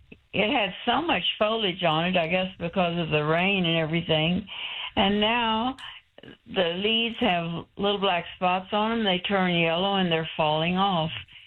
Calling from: Castroville, Texas, United States; I'm calling from Castorville.

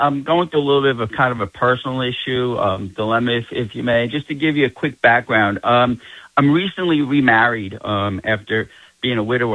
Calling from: Queens, New York, United States; I'm calling from Queens, Corona, Queens.

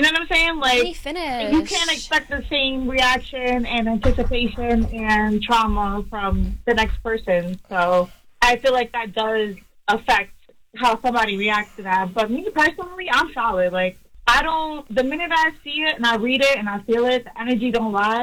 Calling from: New York City, New York, United States; I'm from Staten Island.

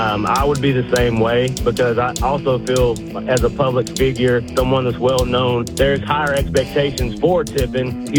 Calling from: Mount Holly, United States; I'm calling from Mount Holly.

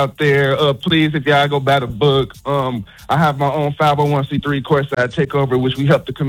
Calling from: Cincinnati, Ohio, United States; I'm from Cincinnati, Ohio, and I coach.

